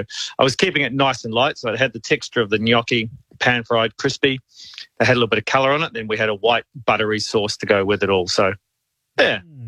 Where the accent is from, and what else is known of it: Australia